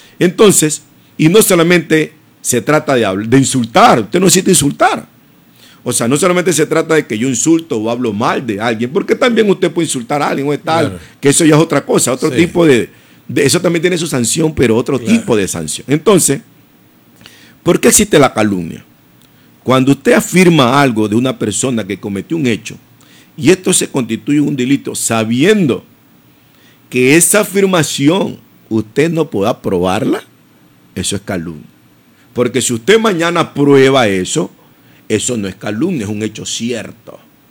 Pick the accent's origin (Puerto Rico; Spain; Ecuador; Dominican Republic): Ecuador